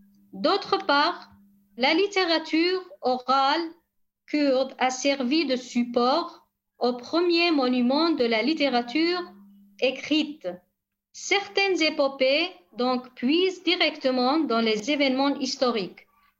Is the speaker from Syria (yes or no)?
yes; Rojava, Syria